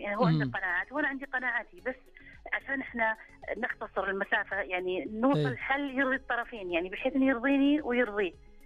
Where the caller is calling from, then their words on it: Riyadh, Riyadh Province, Saudi Arabia; أنا كل من الرياض طبعا.